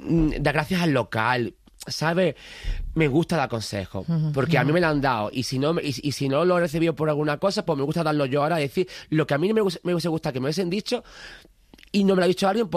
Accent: Jerez, Andalusia, Spain; En mi tierra, en Jerez, de pregón, en Cádiz, en San Fernando.

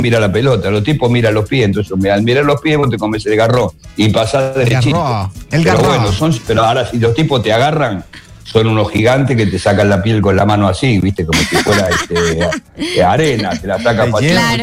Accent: Buenos Aires, Argentina; Yo me crié en Boedo, un barrio muy típico de Buenos Aires, un barrio porteño muy, muy conocido.

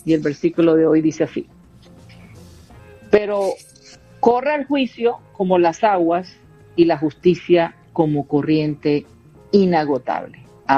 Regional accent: Colombia; Una gran cosa para nuestro sentir, para nuestro ego como colombianos

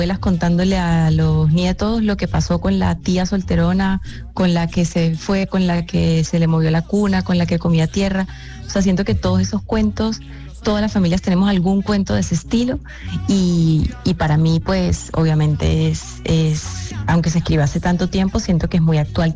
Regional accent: San Cristóbal, Táchira, Venezuela; accent: Colombian; yo soy de San Cristóbal, que es frontera con Colombia, con Cúcuta.

